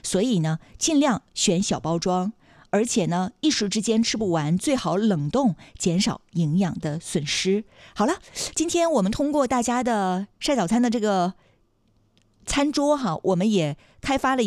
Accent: Northeast China, China; 咱们东北人

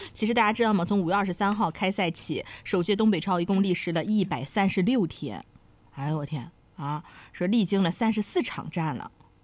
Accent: Dalian, Liaoning, China; 也造就了我们大连人的性格，是不是？

